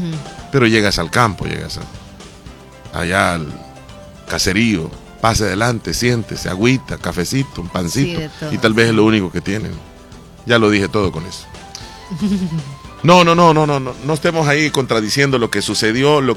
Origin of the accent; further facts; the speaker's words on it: Bolívar, La Unión, El Salvador; Porque yo no soy de Santa Rosa, yo soy originario de un pueblo, de sí, Bolívar